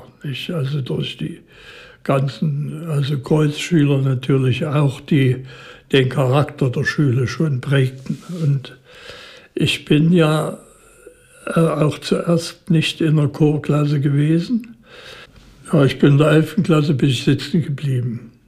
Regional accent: Dresden, Saxony, Germany; zu Maler ging man als Dresdner vielleicht nicht so häufig als zu Mozart.

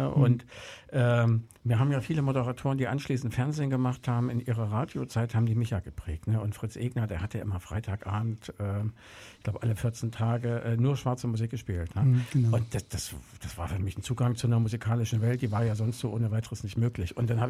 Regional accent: Jena, Thuringia, Germany; ich bin ja in Jena groß geworden

